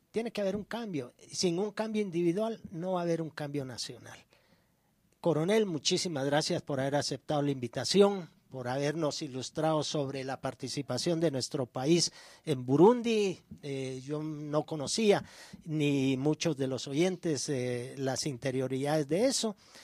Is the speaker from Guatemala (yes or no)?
yes; Guatemala; todos somos guatemaltecos, todos amamos este país